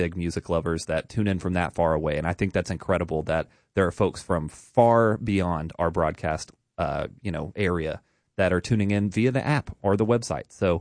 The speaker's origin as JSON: {"language": "English", "town": "Spring City", "region": "Tennessee", "country": "United States", "tie": "born or raised there", "lives_now": "Chattanooga, United States", "said": "Spring City, Tennessee. Shout out to my hometown."}